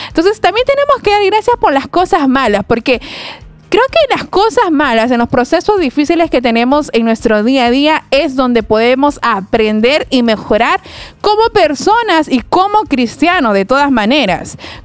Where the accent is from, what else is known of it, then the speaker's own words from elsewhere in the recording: Huacharí, Piura, Peru; Soy del caserío de Huacharí. Distrito de Chalaco, provincia de Morropón, departamento de Piura.